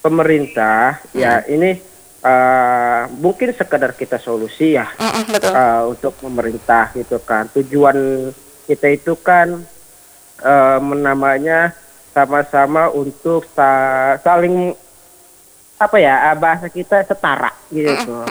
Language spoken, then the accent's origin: Indonesian; Serang, Banten, Indonesia; Kota Serang, kebetulan saya orang Serang nih Kak.